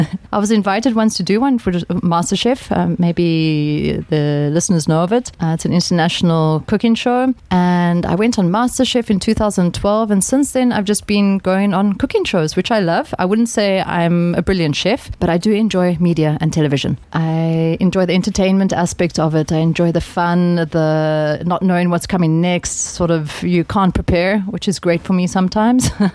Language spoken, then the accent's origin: English; South Africa; now in Slovakia; I'm a South African who is living in Slovakia. I've been here now for 14 years.